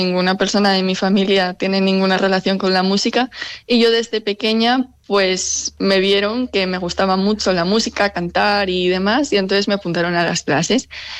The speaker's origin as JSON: {"language": "Spanish", "area": "Luanco", "region": "Asturias", "country": "Spain", "tie": "born or raised there", "said": "la Escuela de Música del Luango, de mi pueblo"}